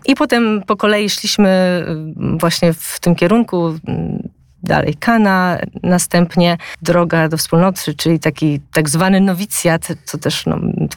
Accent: Warsaw, Masovian Voivodeship, Poland; Ja rzeczywiście urodziłam się, znaczy od urodzenia mieszkam w Wesołej i z tą parafią właśnie jestem związana od dziecka.

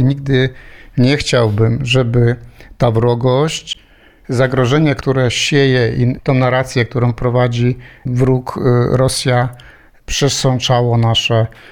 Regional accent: Ukraine; Polish is a second language; Tylko że jakby jako Ukrainiec, z pochodzenia ukraińskiego, chciałbym powiedzieć

